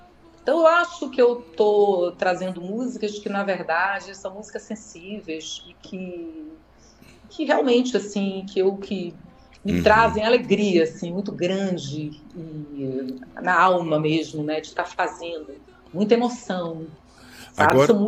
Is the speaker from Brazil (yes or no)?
yes; Salvador, Bahia, Brazil; Sou de Salvador.